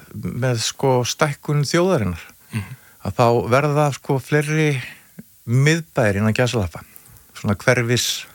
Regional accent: Vestmannaeyjar, Southern Region, Iceland; born or raised there

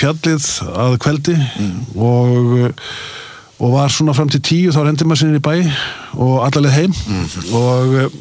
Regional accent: Akureyri, Northeastern Region, Iceland; Það var alltaf dásan þetta alast upp á Akureyri.

